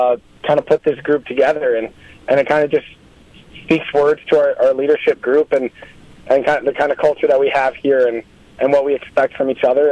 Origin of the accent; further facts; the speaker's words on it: Minnesota, United States; growing up in Minnesota, I was actually a Wisconsin fan growing up in Minnesota territory, so it's hard, but I mean, I've got family from Wisconsin, the Milwaukee area, so I've been around Badger sports since I was little